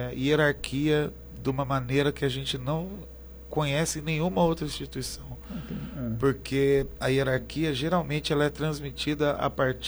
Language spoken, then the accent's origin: Portuguese; Taubaté, São Paulo, Brazil; born there; accent: taubatiano; Eu nasci em Taubaté